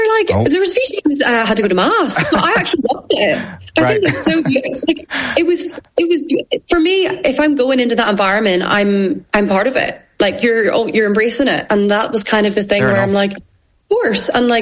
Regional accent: Ireland; And I think especially like as an Irish person, you can sit there and be like, wow.

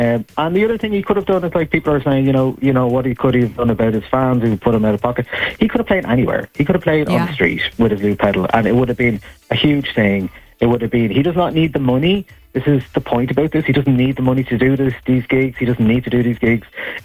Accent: Ireland; But as Irish people, we know all too well about genocide, forced famine and violent occupation.

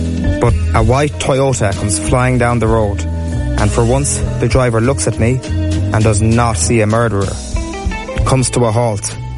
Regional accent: Ireland; Now, given I am very Irish and very ginger, the main threat I have to deal with is that of sunburn.

